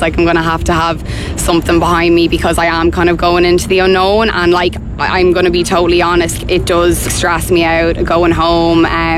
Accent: County Meath, Ireland; like I'm from Meath, but I lived up in Dublin

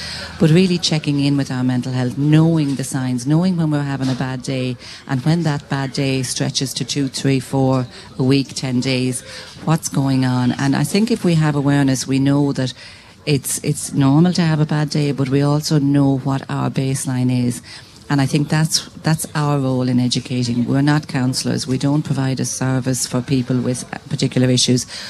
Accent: Carlow, Leinster, Ireland; I suppose I'm from Carlow

